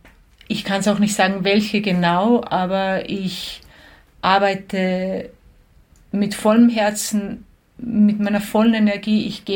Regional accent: Đakovo, Osijek-Baranja County, Croatia; born or raised there

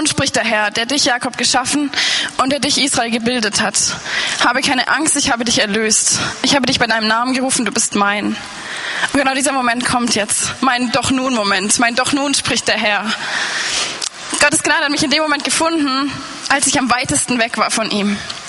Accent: Baden-Württemberg, Germany; Ich bin katholisch aufgewachsen in Baden-Württemberg, in einem kleinen Ort an der Schweizer Grenze.

